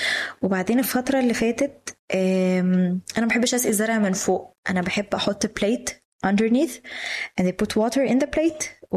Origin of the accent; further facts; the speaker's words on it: Egypt; فمؤخرا كان عندنا في مصر